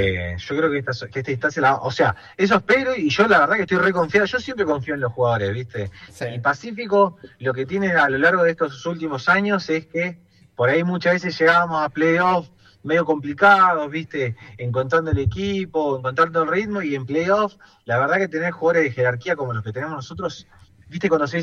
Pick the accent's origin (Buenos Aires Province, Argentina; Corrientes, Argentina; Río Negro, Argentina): Río Negro, Argentina; Cipolletti; born there; now in Neuquén, Argentina; yo soy cipoleño, yo nací en Cipolete.